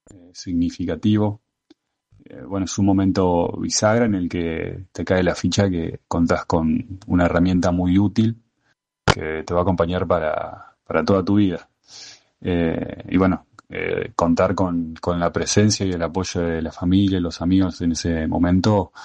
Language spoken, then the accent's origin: Spanish; Paraná, Entre Ríos, Argentina; also born or lived in Santa Fe, Argentina; Tengo 31 años, nací en Santa Fe, pero vivo en Paraná desde los 5 años.